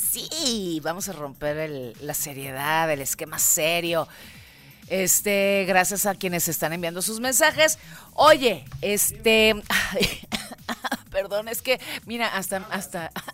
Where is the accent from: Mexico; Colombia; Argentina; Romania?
Mexico; pues estoy en medios de comunicación y como mexicana pues también leo noticias